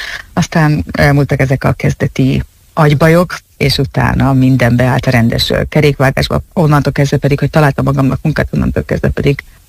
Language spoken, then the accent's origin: Hungarian; Hungary; first language Hungarian; moved away as an adult; also born or lived in Budapest; now in Italy; magyar az anyanyelvem, tehát én magyarul szeretek írni.